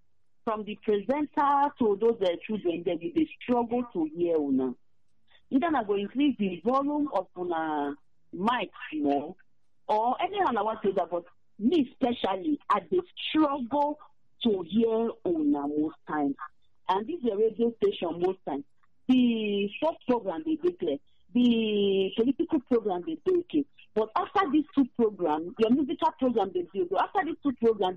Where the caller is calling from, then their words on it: Aba, Abia, Nigeria; from Abba.